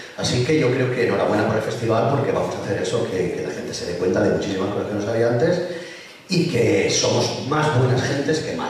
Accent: Valencian Community, Spain; yo soy de Vinetuse, soy un pueblo de al lado de Valencia que pasó La Habana por ahí

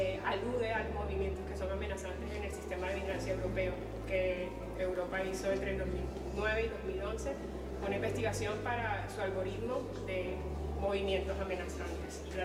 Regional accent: Cartagena, Bolívar, Colombia; soy de Colombia, Cartagena, Colombia.

